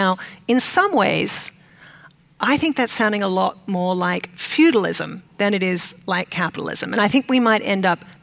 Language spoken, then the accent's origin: English; Australia; moved away; I grew up in Australia